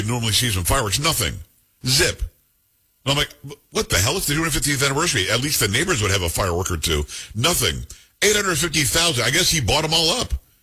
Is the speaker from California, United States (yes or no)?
no; Florida, United States; also born or lived in Texas; And again, I lived in Texas a long time and I grew up in Florida, so y'all, it makes sense to me.